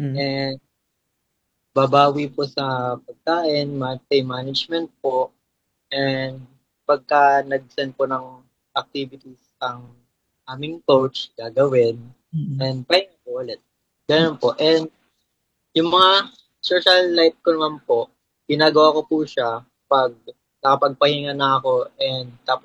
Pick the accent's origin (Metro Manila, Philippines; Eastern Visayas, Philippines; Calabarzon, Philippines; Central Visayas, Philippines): Calabarzon, Philippines; Cardona; Taga-Cardona po ako.